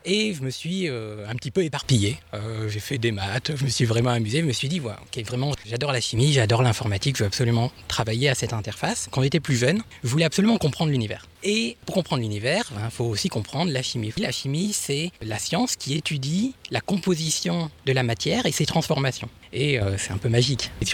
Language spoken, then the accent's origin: French; Béthisy-Saint-Pierre, Hauts-de-France, France; now in Japan; Du coup, moi je suis originaire de Béthisy-Saint-Pierre. Je suis resté ici jusqu'au bac que j'ai eu à Compiègne.